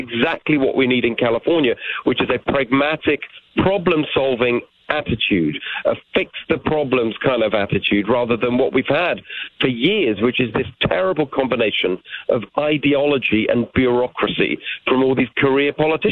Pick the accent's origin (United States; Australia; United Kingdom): United Kingdom; England; I was born in England. They were refugees from communism and actually met in England, and I was born there and raised in England in a regular working-class home.